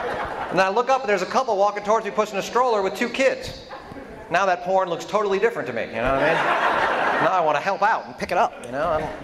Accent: Georgia, United States; And I'm from Georgia, and we got our lottery a couple years ago

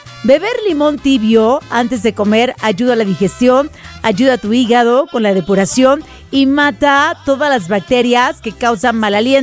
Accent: Mazatlán, Sinaloa, Mexico; yo sí soy marinera, soy de Mazatlán, Sinaloa, sí señor. Bendita tierra de bandas y de gente trabajadora.

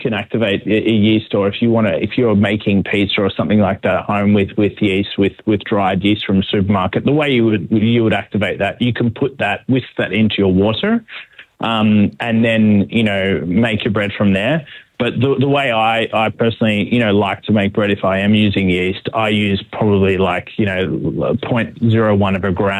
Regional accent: Sydney, New South Wales, Australia; moved away as an adult; now in Melbourne, Australia; Well, yeah, I was living in Sydney. I'm from Sydney originally.

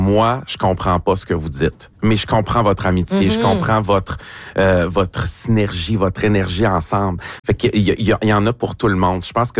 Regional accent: Saint-Méthode, Quebec, Canada; accent: Saguenay–Lac-Saint-Jean (bleuets); moved away; je venais de Saint-Méthode au Lac-Saint-Jean, c'est 10 minutes

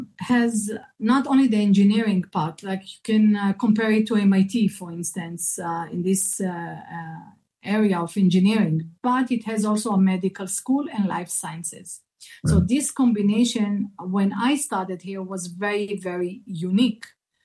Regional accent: Ashdod, Southern District, Israel; also born or lived in Morocco; I was born in Morocco, and I did Aliyah, or came to Israel, when I was a year and a half, like 18 months, with my mother and grandmother. And since then, of course, we lived, all our three women, together in a city called Ashdod in Israel.

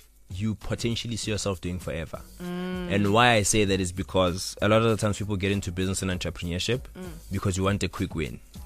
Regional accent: Soweto, Gauteng, South Africa; I'm a South African, I'm from Soweto.

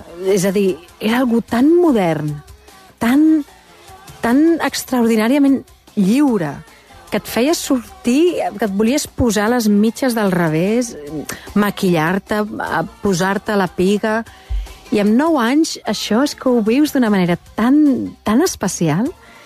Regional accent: Barcelona, Catalonia, Spain; Ah, sí, clar, jo no soc del Passeig Bonanova, soc de Major

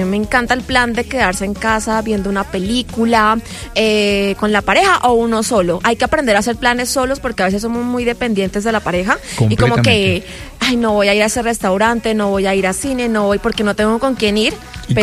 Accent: Cartagena, Bolívar, Colombia; no soy de Santa Marta, soy de Cartagena.

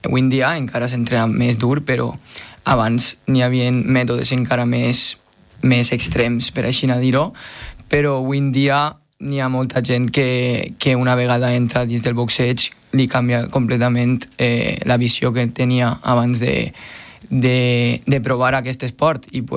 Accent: Almoines, Valencian Community, Spain; Jo soc d'Almoines.

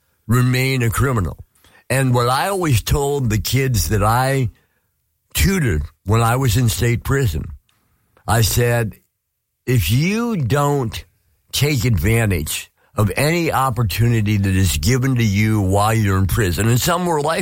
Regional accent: San Francisco, California, United States; I grew up in San Francisco and I was raised by a single mom.

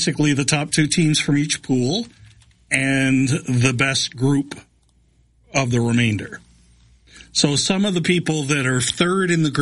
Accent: Canada; As a Canadian

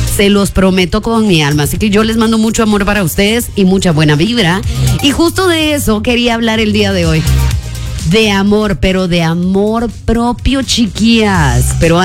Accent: Guatemala; estamos indignados como guatemaltecos.

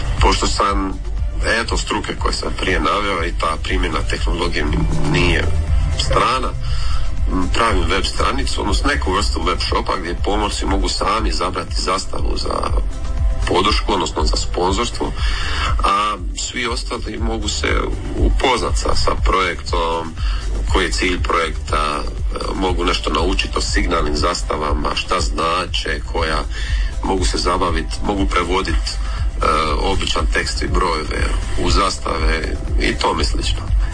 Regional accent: Orebić, Dubrovnik-Neretva County, Croatia; dolazim sa Pelješca, točnije iz Orebića.

